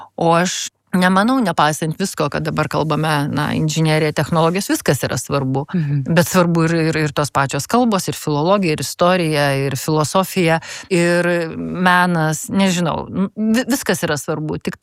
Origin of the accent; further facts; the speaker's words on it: Kaunas, Kaunas County, Lithuania; also born or lived in Vilnius; Aš kaunietė, Kaune, ant asfalto.